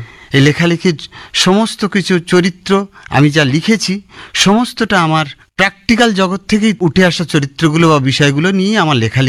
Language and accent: Bangla; Sundarbans, West Bengal, India; moved away as an adult; now in Kolkata, India; ছোটবেলাটা আমার সুন্দরবনে কেটেছে।